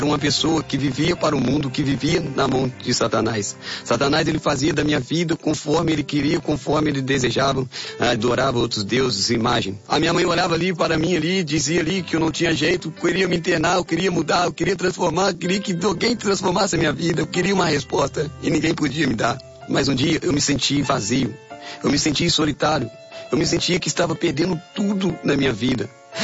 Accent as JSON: {"language": "Portuguese", "town": "Juiz de Fora", "region": "Minas Gerais", "country": "Brazil", "tie": "born or raised there", "said": "Sou um menino que nasci em Juiz de Fora, cresci."}